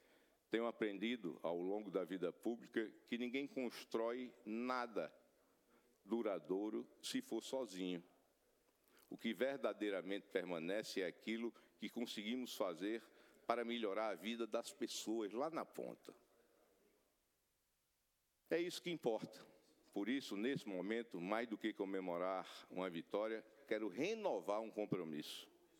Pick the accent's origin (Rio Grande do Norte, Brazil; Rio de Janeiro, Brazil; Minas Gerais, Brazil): Rio Grande do Norte, Brazil; E ao Rio Grande do Norte, minha terra, minha história